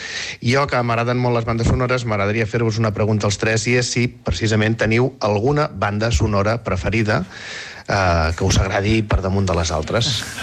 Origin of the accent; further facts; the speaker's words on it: Molins de Rei, Catalonia, Spain; Hola, què tal? … de Molins de Rei.